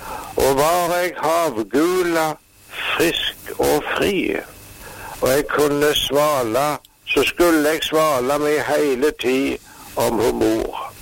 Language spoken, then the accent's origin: Norwegian; Jæren, Rogaland, Norway; Jæren der jeg vokste opp.